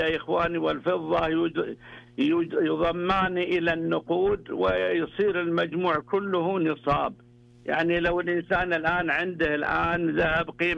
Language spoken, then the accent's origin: Arabic; Najd, Saudi Arabia; عندنا في نجد